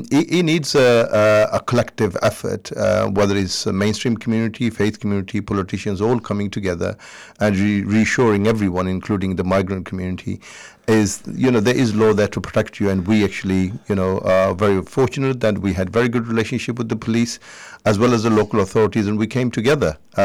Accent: Pakistan; now in United Kingdom; I continued being a Muslim, I continued being a Pakistani

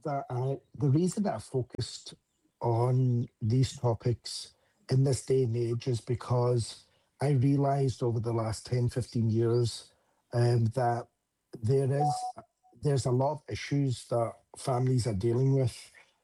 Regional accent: Scotland, United Kingdom; accent: Scottish; moved away as an adult; now in United States; because obviously I'm born and raised in the UK, as you can tell, I've got a Scottish accent, I'm actually from Scotland. But then now, almost being in the US for 10 years

